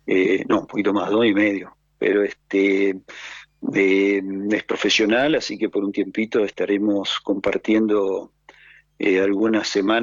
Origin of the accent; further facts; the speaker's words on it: Argentina; now in Germany; si como argentino, digamos, o latino